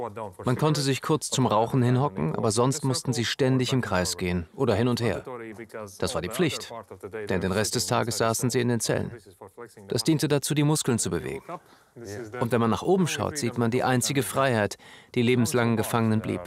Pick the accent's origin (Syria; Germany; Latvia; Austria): Latvia; Riga; Ich komme aus Riga in Lettland